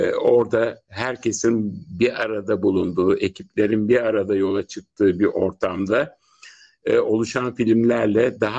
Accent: Karşıyaka, İzmir, Turkey; Şöyle ben Karşıyaka'lıyım. Babam Karşıyaka'da İpek sinemalarının işletmecisiydi.

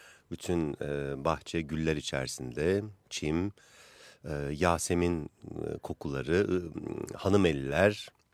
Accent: Istanbul, Turkey; Hatırlamaya başladığım çocukluğum Dört Levent'te geçti.

